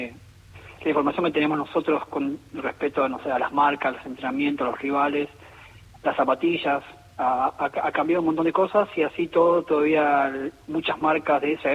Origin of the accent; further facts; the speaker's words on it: Entre Ríos, Argentina; Villa Clara, el 20 de julio, 9 de julio, Villaguay, que está cerca de mi pueblo.